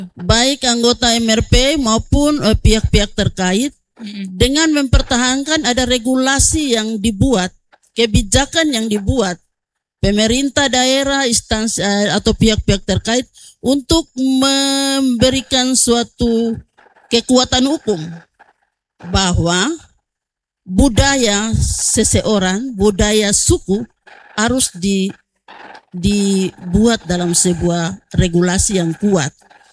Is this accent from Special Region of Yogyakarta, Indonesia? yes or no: no; West Papua, Indonesia; Dan melihat sejauh mana hak dasar orang asli Papua, secara khusus kami suku Doreri.